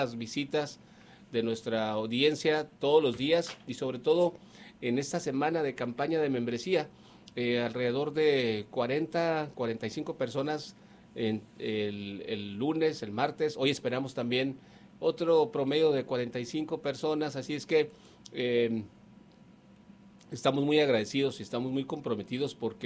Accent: Tijuana, Baja California, Mexico; born there; Yo nací en Tijuana, Baja California.

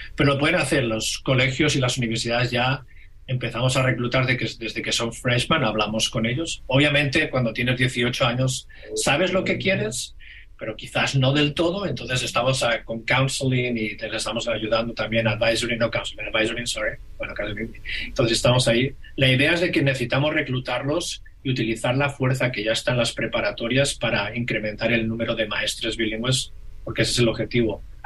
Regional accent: Catalonia, Spain; Tampoco me defino como hispano porque soy de Cataluña. Entonces, hispano tampoco me define.

